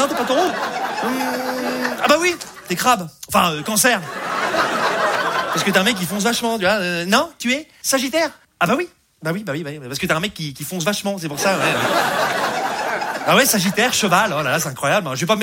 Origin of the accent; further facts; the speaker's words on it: Rouen, Normandy, France; je viens de Rouen, voilà, je vous le dis. Hein, je sais pas si vous connaissez un peu Rouen, c'est la Normandie, voilà.